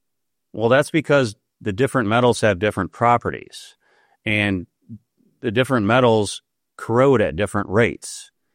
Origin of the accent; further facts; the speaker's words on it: Ohio, United States; I'm from Ohio originally, plenty of rail and trains around.